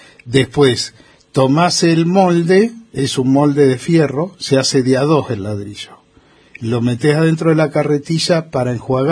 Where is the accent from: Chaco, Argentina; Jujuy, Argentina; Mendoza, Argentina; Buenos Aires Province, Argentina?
Buenos Aires Province, Argentina; San Andrés de Giles; Adrián Maggi, que es de mi pueblo, de San Andrés de Giles